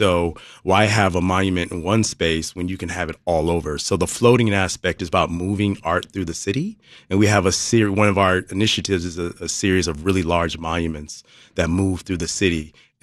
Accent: Chicago, Illinois, United States; I'm from Chicago, so it's really important to spread that out as well.

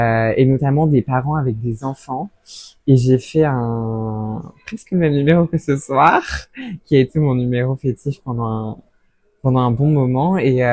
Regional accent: Normandy, France; moved away as an adult; now in Paris, France

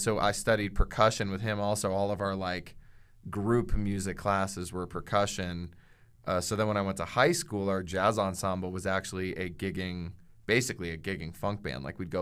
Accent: East Coast, United States; And basically, I grew up on the East Coast and luckily had a bunch of really incredible music teachers.

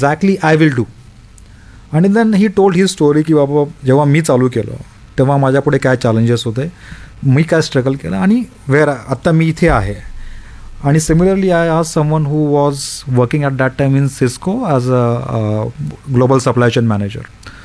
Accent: Latur, Maharashtra, India; मी लातूरचं आहे

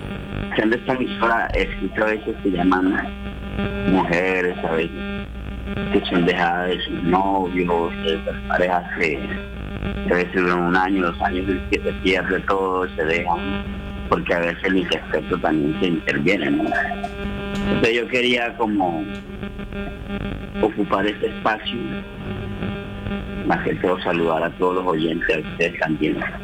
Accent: Santa Marta, Magdalena, Colombia; Yo soy de Santa Marta, pero en una parcela, en una finquita, a unos 20 minutos del casco urbano, ¿no?

